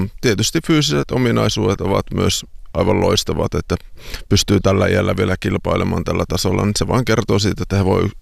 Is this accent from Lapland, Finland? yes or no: yes; Kaukonen, Lapland, Finland; pitäisi kotikylällä lopettaa, mistä minä olen aluviimein kotoisin, niin kaukosesta syntyjään